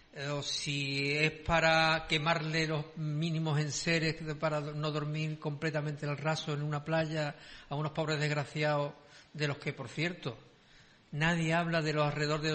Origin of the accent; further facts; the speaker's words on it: Andalusia, Spain; la bandera de Andalucía, la bandera de mi pueblo